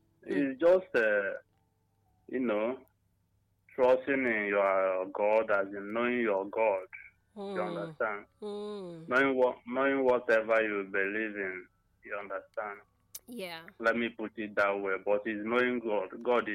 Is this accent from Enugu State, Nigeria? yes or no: yes; Enugu, Enugu State, Nigeria